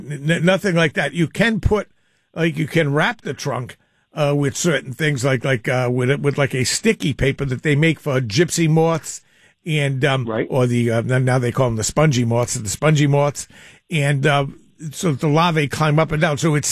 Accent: East Providence, Rhode Island, United States; My hometown of East Providence seems to be a hotbed of it.

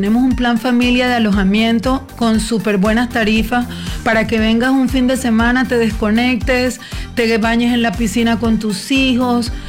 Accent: Colombia; es un apellido también de ascendencia árabe, mi abuelo era de Palestina, pero yo soy súper colombiana.

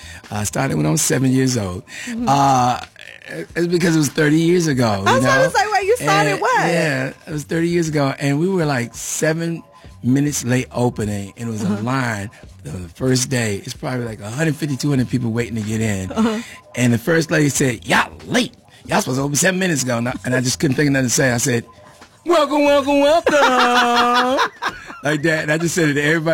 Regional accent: Suitland, Maryland, United States; We lived, I grew up in Suitland, Maryland, and went to Suitland High School, go Rams.

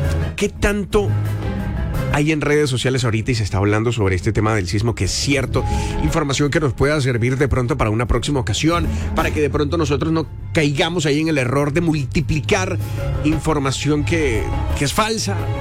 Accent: Colombia; a nosotros todos como colombianos nos duele

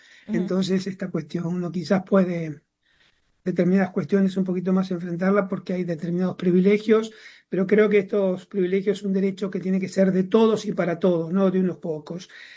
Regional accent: Argentina; moved away as an adult; now in New York, United States; yo vengo y crecí en un sistema absolutamente dictatorial como fue el gobierno militar, que toda mi adolescencia fue bajo el gobierno militar en Argentina

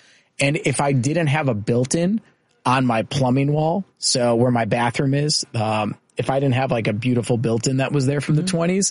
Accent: Chicago, Illinois, United States; You know, I'm born and raised in the neighborhood, and I'm not going anywhere.

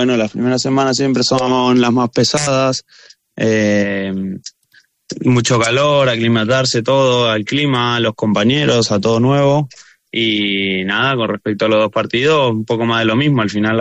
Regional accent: Argentina; accent: Argentine; now in Spain

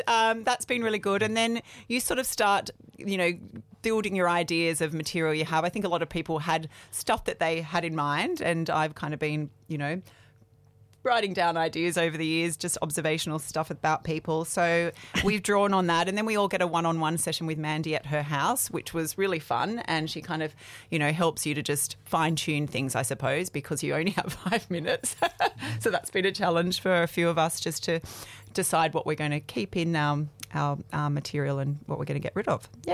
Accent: Sydney, New South Wales, Australia; I'm also from Sydney, but I've been up here for about 15 years.

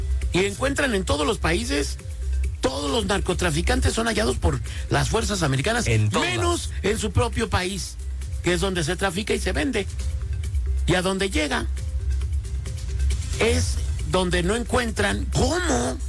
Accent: Mexico

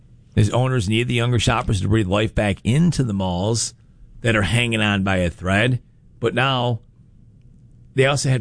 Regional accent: Rochester, New York, United States; moved away as an adult; now in Syracuse, United States; I grew up in Rochester, and I used to go to the Irondequoit Mall all the time.

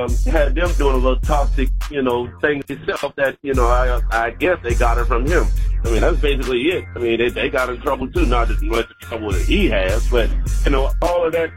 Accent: Charlotte, North Carolina, United States; from Charlotte, North Carolina

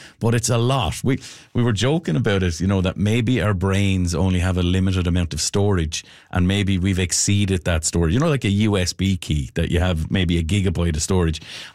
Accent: Waterford, Munster, Ireland; I come from Waterford

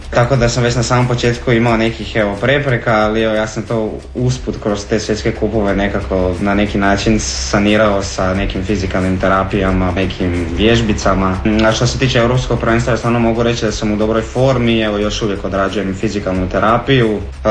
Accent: Croatia; tu kod nas u našem Zagrebu, u našoj domovini.

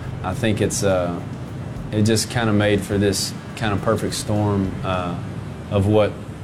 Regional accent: Shreveport, Louisiana, United States; I'm from Shreveport, Louisiana, and I think that it's influenced my music, basically because it's just kind of in a melting pot.

